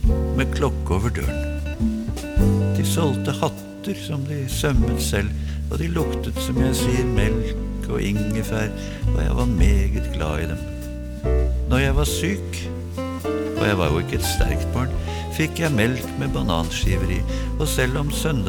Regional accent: Oslo, Norway; Jeg vokste opp ved Holbergs plass, hos fire bitte små tanter, som var så generte at de nesten gikk i ett med tapetene.

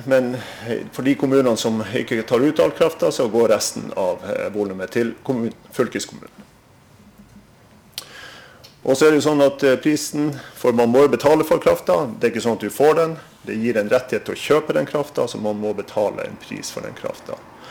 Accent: Northern Norway, Norway; Isaskraft, vi en kraftleverandør med utspring fra nord. Det hører dere kanskje av dialekten min. Jeg sitter selv i Alta.

